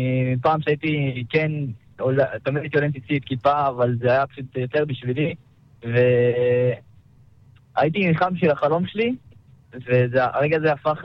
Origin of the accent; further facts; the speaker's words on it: Shilo, Judea and Samaria, Israel; במשפחה גדלנו ביישוב שילה, בשומרון. אני ועוד שתי אחים.